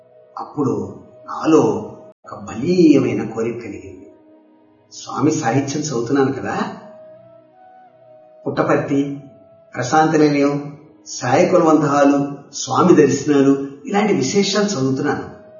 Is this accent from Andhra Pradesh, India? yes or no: yes; Kolamuru, Andhra Pradesh, India; 1963 నా చిన్నతనం. రాజమహేంద్రికి సమీపంలో ఉన్నటువంటి మా స్వగ్రామం కోలమూరు